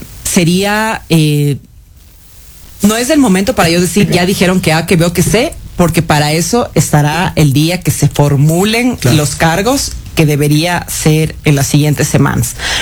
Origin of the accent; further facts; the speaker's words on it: Ecuador; evidentemente como ecuatoriana entiendo la indignación y querer que las cabezas rueden.